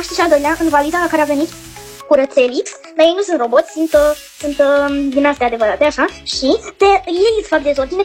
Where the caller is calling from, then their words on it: Bucharest, Romania; din București, am 8 ani